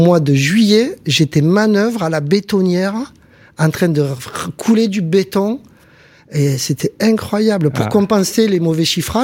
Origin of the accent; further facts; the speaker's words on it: Montpellier, Occitanie, France; Donc, chez nous, à Montpellier, 20, 25 000, 8 par 4, coque, machin, moyenne.